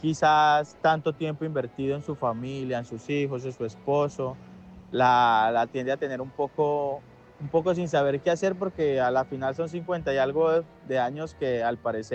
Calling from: Colombia; Estoy bien escuchando el programa. Realmente, bueno, soy colombiano primero que todo. Tengo 30 años.

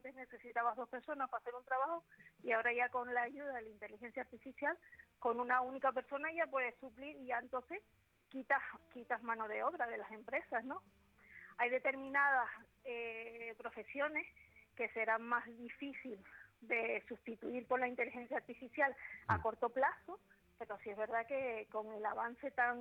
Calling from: Tenerife, Canary Islands, Spain; Soy de Canarias.

